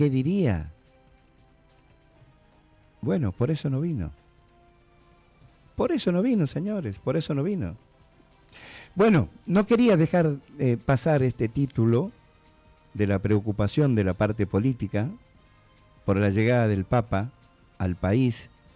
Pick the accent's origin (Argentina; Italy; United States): Argentina; siempre yo como argentino también pensé y me quedé con eso